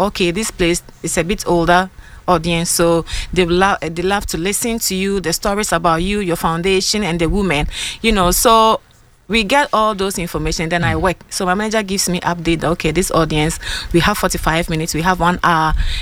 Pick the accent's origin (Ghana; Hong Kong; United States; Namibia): Ghana; I am also very proud that I'm a Ghanaian musician also.